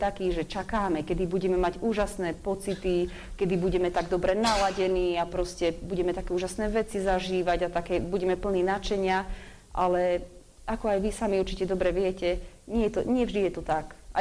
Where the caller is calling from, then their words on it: Cinobaňa, Banská Bystrica Region, Slovakia; u nás v Cinovaní